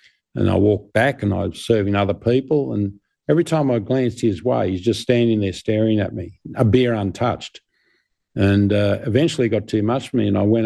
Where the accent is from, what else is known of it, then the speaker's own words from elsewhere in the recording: Albury, New South Wales, Australia; I went back to my hometown of Albury, got married, working in pubs.